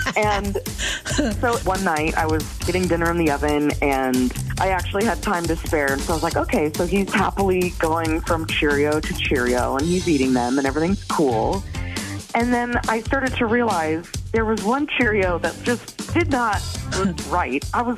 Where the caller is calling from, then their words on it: Monona, Wisconsin, United States; I'm from Monona.